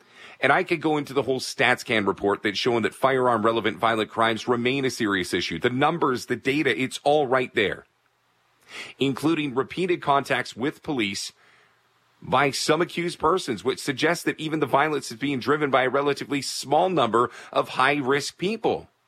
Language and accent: English; Toronto, Ontario, Canada; this is my home. I'm from Toronto.